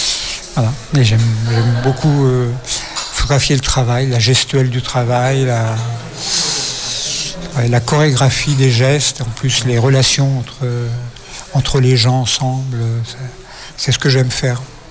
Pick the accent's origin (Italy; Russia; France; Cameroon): France; Centre-Val de Loire; now in Paris, France